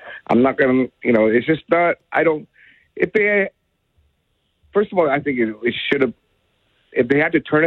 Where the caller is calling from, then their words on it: Vancouver, British Columbia, Canada; I'm calling from Vancouver, the other host city here.